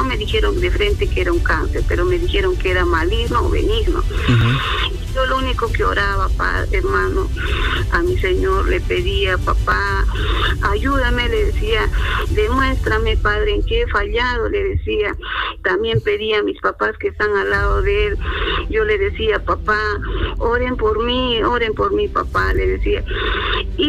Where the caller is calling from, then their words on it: Tacna, Peru; de acá de Tacna.